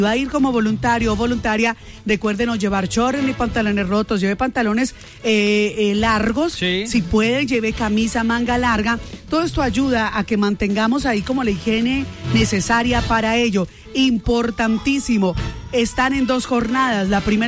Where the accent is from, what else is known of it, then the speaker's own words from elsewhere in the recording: Colombia; así somos los colombianos.